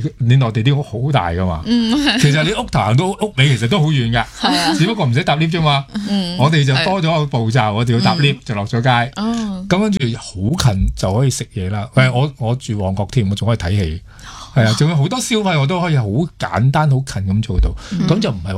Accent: Hong Kong; 我觉得我哋个香港人有个习惯，就系几夜都会落街消费嘅。

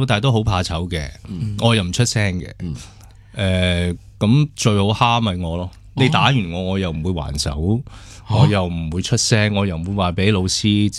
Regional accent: Canada; moved away; 加拿大出世，

